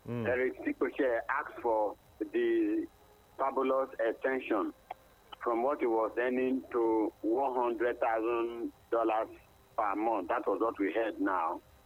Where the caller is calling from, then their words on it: Asaba, Delta, Nigeria; I'm calling from Asaba.